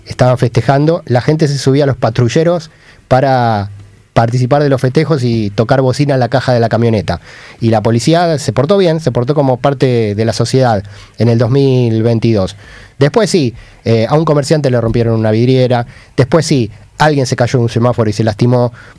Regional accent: Argentina; somos Argentina

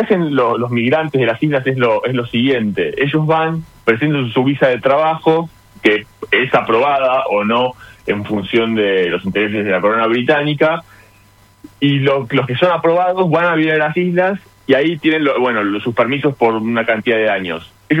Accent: Argentina; porque soy argentino

